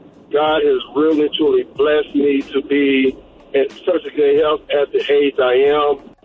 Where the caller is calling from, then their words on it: Columbus, Ohio, United States; calling from Columbus, Ohio.